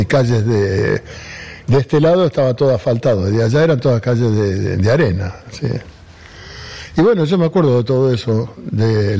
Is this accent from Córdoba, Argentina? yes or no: yes; Río Cuarto, Córdoba, Argentina; born there; Nací en la ciudad, nací en Córdoba, nací en Río Cuarto.